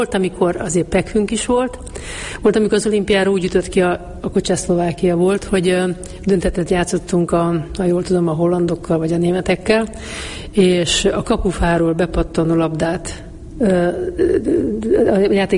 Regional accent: Mezőbánd, Mureș County, Romania; first language Hungarian; moved away as an adult; now in Hungary; ez egy nagy község ez a Mezőbánda, ahol én születtem, és 13 évesen bekerültem Marosvásárhelyre

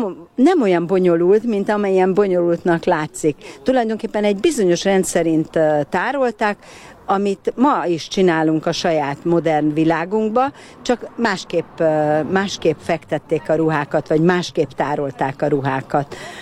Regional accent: Budapest, Hungary; Rákoskeresztúrról jöttem.

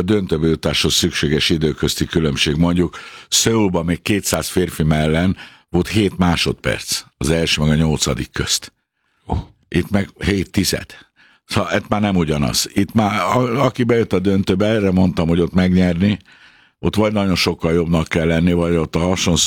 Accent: Hungary

